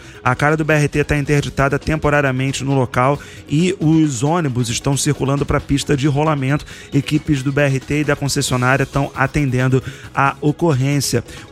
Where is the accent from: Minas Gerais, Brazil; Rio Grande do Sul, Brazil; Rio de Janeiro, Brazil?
Rio de Janeiro, Brazil; Tirar a nossa onda como cariocas, como moradores aqui do nosso Rio de Janeiro. Amar e querer cuidar dessa cidade.